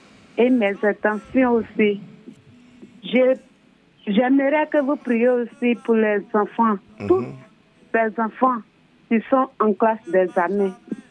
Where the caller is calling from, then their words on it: Yamoussoukro, Côte d’Ivoire; De Yamsoukro.